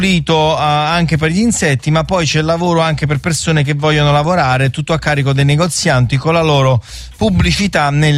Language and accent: Italian; Naples, Campania, Italy; io sono di Ponticelli